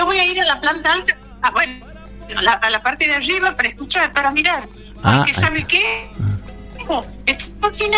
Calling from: Santiago del Estero, Argentina; nosotros que somos de Santiago

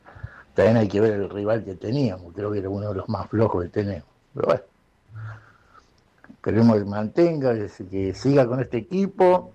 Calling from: Solano, Buenos Aires Province, Argentina

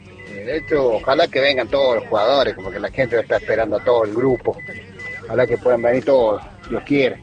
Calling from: Argentina; todos los argentinos estamos contentos con lo que ha dado esta selección

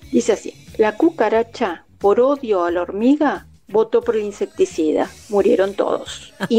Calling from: Pablo Nogués, Buenos Aires Province, Argentina; de Pablo Nogués.

